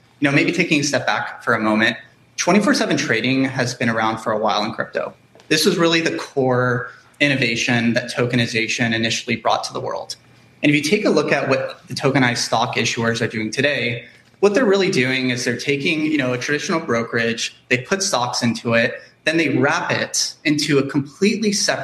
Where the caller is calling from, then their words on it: Tokyo, Japan; Maybe I should say good evening, given I'm calling in from Tokyo.